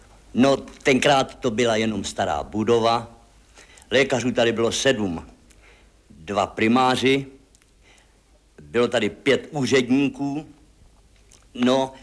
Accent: Komářice, South Bohemian Region, Czechia; Já jsem z Komářic

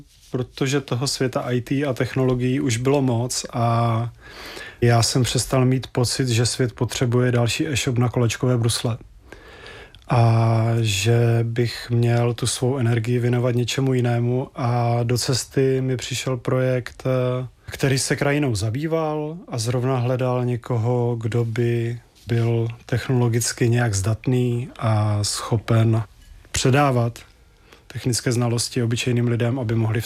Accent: Bruntál, Moravian-Silesian Region, Czechia; moved away as an adult; also born or lived in Prague; now in Broumov region, Czech Republic; Já jsem původem z Bruntálu, který je také tak trošku na okraji, ale mé cesty vedly přes Prahu, kde jsem se potkal se svojí současnou ženou. A jelikož jsem kluk z paneláku, ze sídliště

